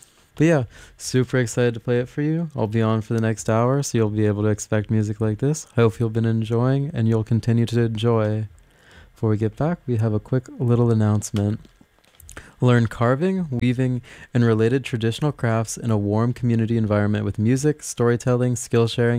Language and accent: English; Pittsburgh, Pennsylvania, United States; I am from Pittsburgh